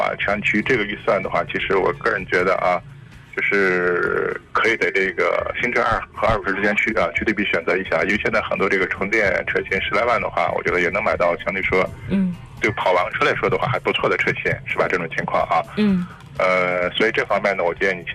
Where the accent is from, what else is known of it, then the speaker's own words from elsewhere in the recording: Shandong, China; 因为我们山东人的话可能还是离这个海边比较近一些啊，